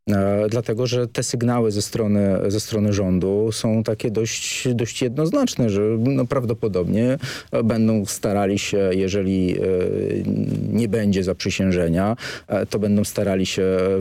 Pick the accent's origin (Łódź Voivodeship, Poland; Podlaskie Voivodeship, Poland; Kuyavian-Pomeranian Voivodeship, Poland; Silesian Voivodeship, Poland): Silesian Voivodeship, Poland; ja jestem ze Śląska